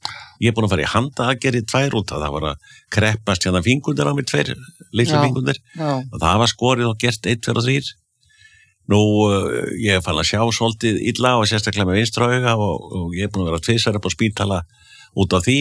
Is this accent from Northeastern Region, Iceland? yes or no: yes; Akureyri, Northeastern Region, Iceland; Þetta minnir mig á þegar ég var krakki alast upp á Akureyri.